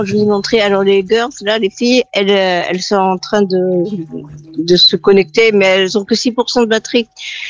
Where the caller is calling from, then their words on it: Arcachon, Nouvelle-Aquitaine, France; moi j'habite à Arcachon.